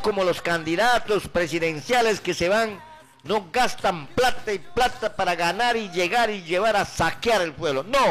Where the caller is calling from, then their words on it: Peru; como deber peruano vengo a servir mi patria